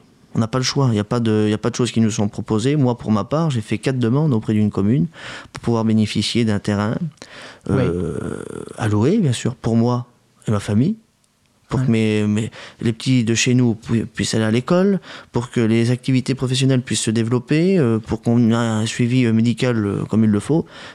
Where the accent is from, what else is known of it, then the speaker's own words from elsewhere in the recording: France; parce que on est français avant tout. Moi, je suis voyageur, je suis en errance